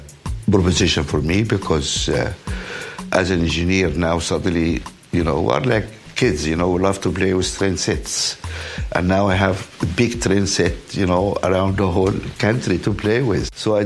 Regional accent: Alexandria, Alexandria Governorate, Egypt; also born or lived in Wadi Halfa, Sudan; I was born in Halfa in Sudan. My father worked in Egypt, so I grew up and did my schooling in Alexandria, in Egypt.

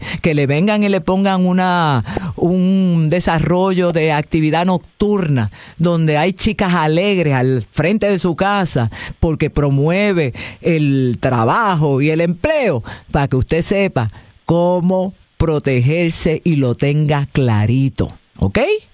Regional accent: Puerto Rico; yo, como puertorriqueña

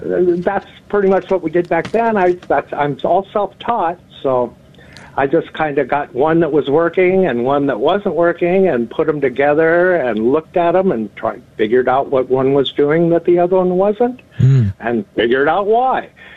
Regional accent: San Diego, California, United States; moved away as an adult; now in Northern Idaho, United States; I moved up here. I was originally from San Diego, and we moved up here 30 years ago and have never left.

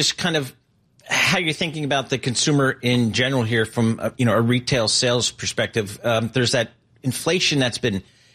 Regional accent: East Coast, United States; also born or lived in California; being an East Coast person

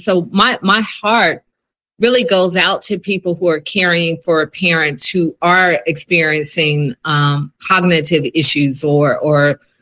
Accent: Atlanta, Georgia, United States; I value Metro Atlanta, born and raised in Atlanta

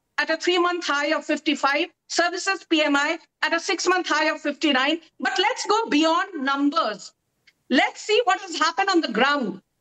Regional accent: Mumbai, Maharashtra, India; I come from Mumbai, Maharashtra.

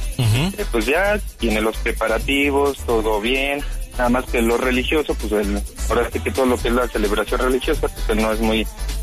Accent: Querétaro, Mexico; Soy de aquí de Querétaro.

